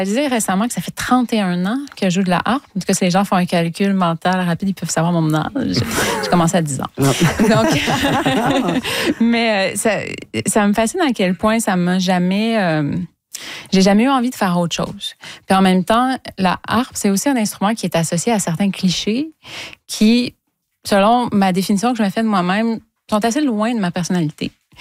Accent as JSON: {"language": "French", "town": "Trois-Rivières", "region": "Quebec", "country": "Canada", "said": "Donc, mais c'est qu'en fait, je viens de Trois-Rivières. J'ai habité longtemps à Trois-Rivières, puis on allait voir l'Orchestre symphonique de Trois-Rivières."}